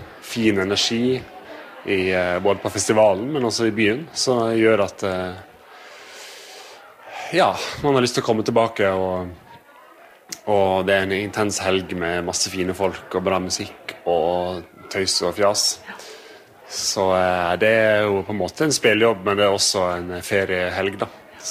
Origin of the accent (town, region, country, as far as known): Western Norway, Norway